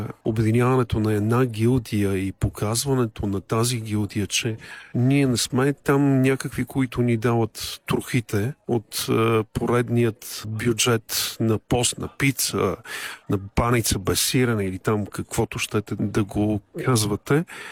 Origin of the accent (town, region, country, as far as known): Lovech, Lovech Province, Bulgaria; born or raised there